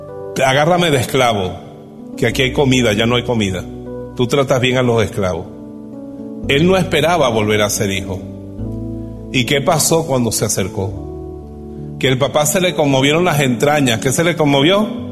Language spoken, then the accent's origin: Spanish; Germany; se acercó al paredón donde la gente de la misma raza de él y la mía, pues yo soy alemán, mataron a tanta gente judía, polaca, gitanos, homosexuales, testigos de Jehová.